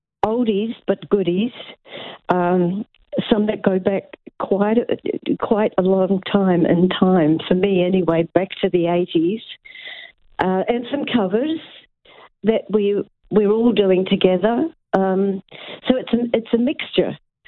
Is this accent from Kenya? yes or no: no; Nelson, New Zealand; moved away; I did 2 in my hometown of Nelson.